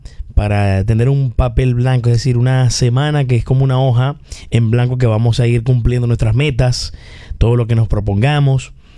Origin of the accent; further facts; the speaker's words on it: Venezuela; la resiliencia es parte de nuestro ADN como venezolanos